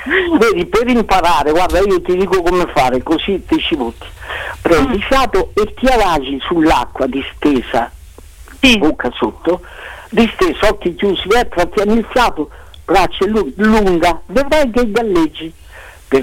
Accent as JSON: {"language": "Italian", "town": "Recanati", "region": "Marche", "country": "Italy", "said": "Io sono di Recanati, un editore di Recanati, voglio parlarci se vuole pubblicare la storia mia"}